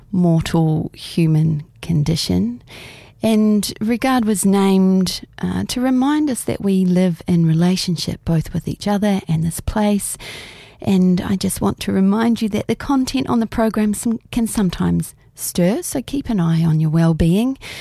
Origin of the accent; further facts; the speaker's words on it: South Island, New Zealand; exploring some of the attitudes and behaviours back there in my hometown. And it's in the south of the South Island on the East Coast.